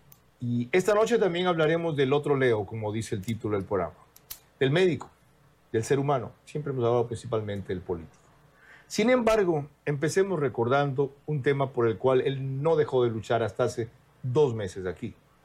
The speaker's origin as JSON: {"language": "Spanish", "town": "Bahía de Caráquez", "region": "Manabí", "country": "Ecuador", "said": "en mi tierra, en Bahía"}